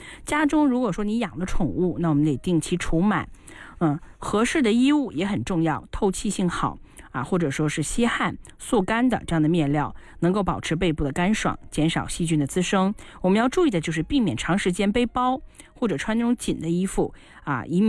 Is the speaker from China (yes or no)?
yes; China; 其实我们包括我们中国人哈，